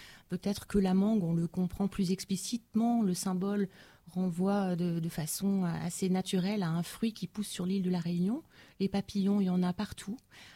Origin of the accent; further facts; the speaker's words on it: France; en tant que Française grandie dans l'Hexagone